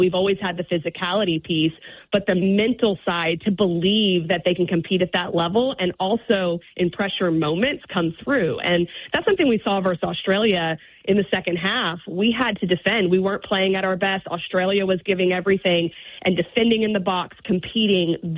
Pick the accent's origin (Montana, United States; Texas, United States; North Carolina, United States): Texas, United States; Arlington; I'm from Arlington, Texas, so I love that.